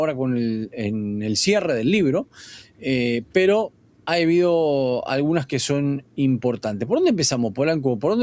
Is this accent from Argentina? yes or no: yes; Argentina